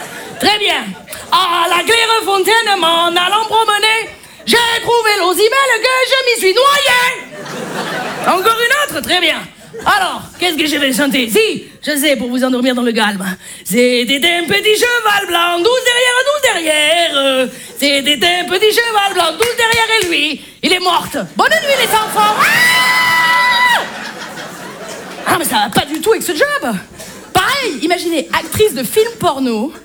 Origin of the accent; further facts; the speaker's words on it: Marseille, Provence-Alpes-Côte d'Azur, France; je suis marseillaise. J'ai pas l'accent.